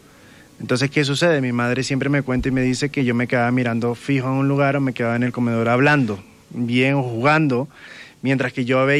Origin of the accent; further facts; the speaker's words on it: Venezuela; now in Madrid, Spain; Yo soy venezolano, pero me encuentro viviendo en España, Madrid.